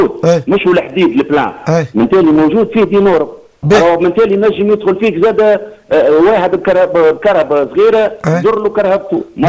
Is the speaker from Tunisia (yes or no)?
yes; Tunisia; عندنا في تونس